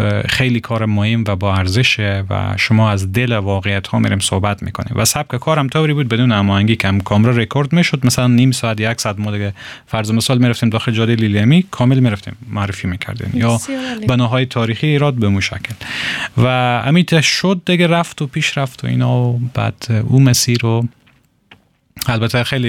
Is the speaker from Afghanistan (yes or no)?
yes; Herat, Afghanistan; و متولد هراتم.